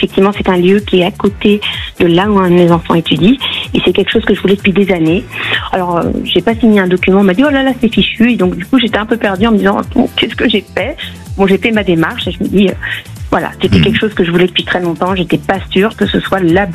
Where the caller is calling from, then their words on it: Paris, Île-de-France, France; Alors j'appelle d'Île-de-France, de Paris.